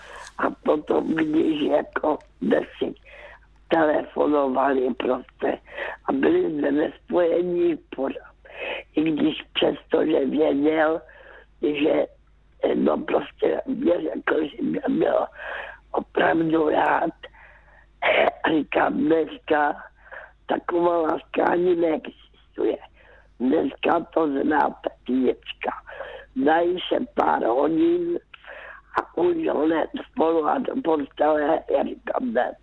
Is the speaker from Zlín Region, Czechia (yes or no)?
yes; Karolinka, Zlín Region, Czechia; born there